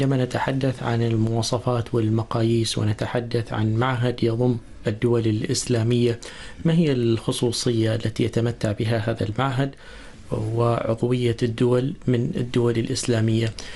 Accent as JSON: {"language": "Arabic", "country": "Oman"}